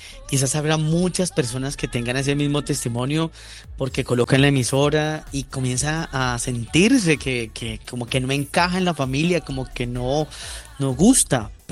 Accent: Bogotá, Colombia; born there; now in Cartagena, Colombia; yo estudié, no sé si estás hablando de Ciudad Tunal en Bogotá, sí. Pues mi colegio queda ahí, INEM Santiago Pérez de Ciudad Tunal.

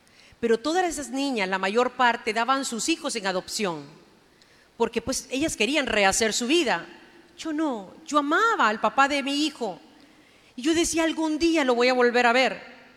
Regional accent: El Salvador; moved away as an adult; en mi país se llama jocote.

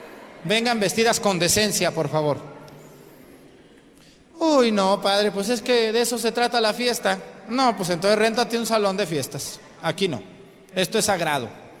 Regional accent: San Juan de los Lagos, Jalisco, Mexico; now in Guerrero, Mexico; Yo lo veo allá en mi tierra con la Virgen de San Juan de los Lagos.

